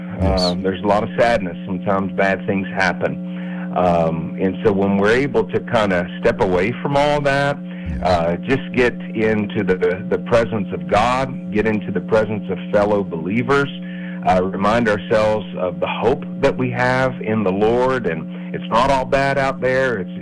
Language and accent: English; Fairmont, West Virginia, United States; Well, I grew up in West Virginia, mainly around the Fairmont, Marion County area.